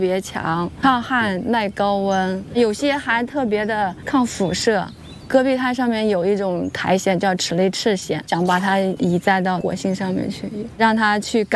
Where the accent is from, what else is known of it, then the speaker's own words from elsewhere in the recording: Guizhou, China; 在我们贵州这边